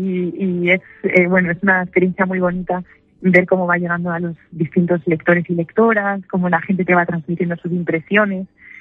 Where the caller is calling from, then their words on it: Madrid, Community of Madrid, Spain; yo vivo en Madrid